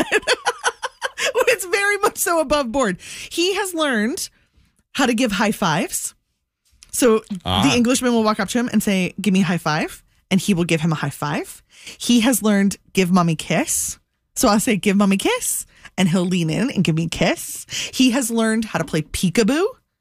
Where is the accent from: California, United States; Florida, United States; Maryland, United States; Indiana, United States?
Maryland, United States; Baltimore; I say pho because I'm from Baltimore.